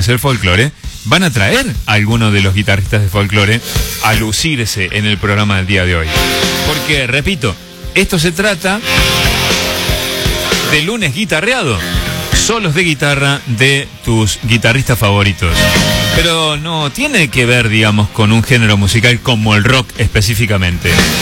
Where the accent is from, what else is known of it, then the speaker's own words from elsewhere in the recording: Villa María, Córdoba, Argentina; en mi ciudad natal, que es Villa María